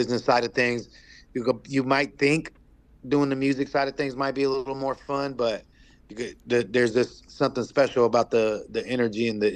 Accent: California, United States; I'm …. I'm out here from California.

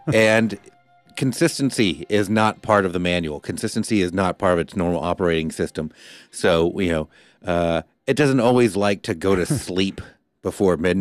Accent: Alaska, United States; I'm from South Central Alaska.

